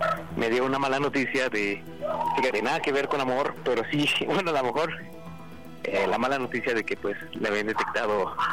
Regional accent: Mexico City, Mexico; born there; now in Veracruz, Mexico; Bueno, soy nativo de la Ciudad de México, pero ando viviendo por acá.

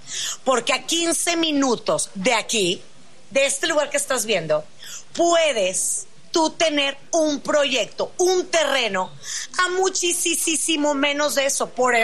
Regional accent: Monterrey, Nuevo León, Mexico; accent: regio; Yo siempre busco, ya saben, mi acento de dónde es regio.

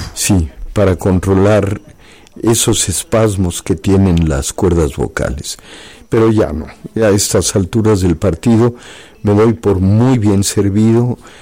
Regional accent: Mexico; yo le decía

